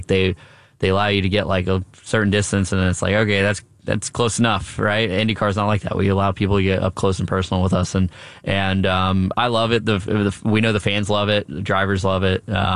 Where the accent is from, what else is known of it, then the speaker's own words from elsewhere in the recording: Jupiter, Florida, United States; I'm born and raised in Jupiter, Florida. I still live there. I have a place up in Indy